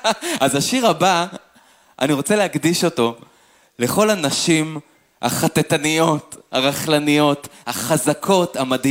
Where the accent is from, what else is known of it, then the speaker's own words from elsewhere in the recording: Afula, Northern District, Israel; אני גדלתי כמו בשבט באפולה, כמו באיזה קומונה כזאת